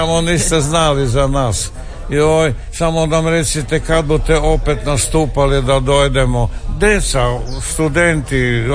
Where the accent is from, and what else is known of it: Zagreb, City of Zagreb, Croatia; born or raised there; accent: Kajkavian